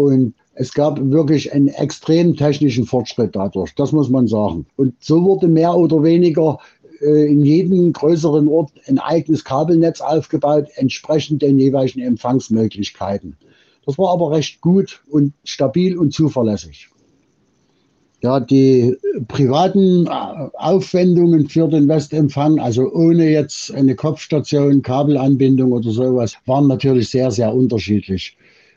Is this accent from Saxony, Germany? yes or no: yes; Freiberg, Saxony, Germany; Also bei uns in Freiberg wurden die Neubaugebiete, die ja zugepflastert waren mit Antennen und wirklich nicht gut aussahen